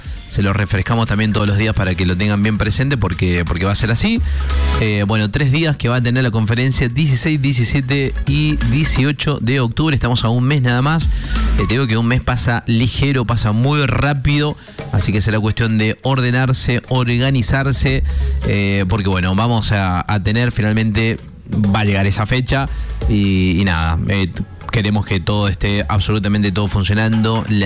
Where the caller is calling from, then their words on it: Santa María, Catamarca, Argentina; de Santa María de Catamarca.